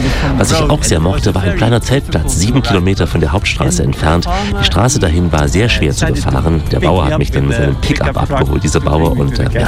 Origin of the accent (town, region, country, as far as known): Netherlands